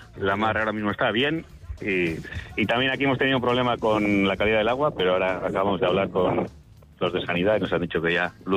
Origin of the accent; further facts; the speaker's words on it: Usurbil, Basque Country, Spain; Gora Santa Isabel, que soy de Usurbil también.